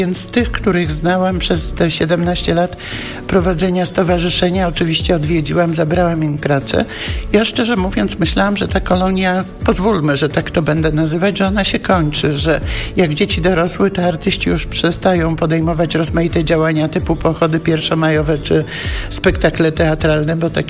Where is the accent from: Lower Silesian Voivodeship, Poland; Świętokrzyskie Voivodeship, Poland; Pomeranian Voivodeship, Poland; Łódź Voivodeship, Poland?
Lower Silesian Voivodeship, Poland; Jelenia Góra; u nas w Jeleniej Górze, mimo że tu artystów dookoła jest bardzo wielu